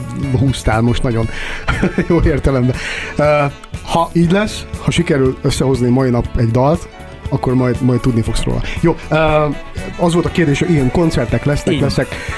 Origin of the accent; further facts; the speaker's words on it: Galanta, Trnava Region, Slovakia; Galántán, a szülővárosomban, ahol születtem